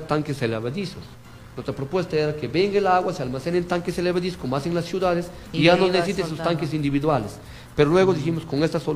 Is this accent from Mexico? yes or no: no; Peru; que yo soy de Aine, conozco el tema de Peña Blanca, esas cabeceras de Cuenca